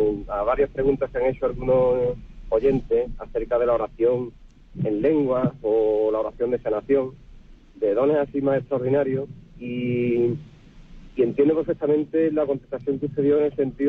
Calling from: Seville, Andalusia, Spain; le llamo de Sevilla.

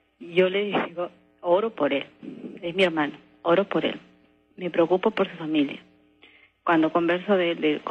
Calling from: Lima, Peru; Soy de acá de Lima.

